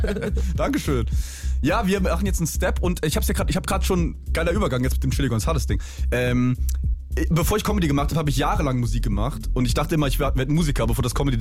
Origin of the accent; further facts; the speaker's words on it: Hamburg, Germany; Ich bin ja Hamburger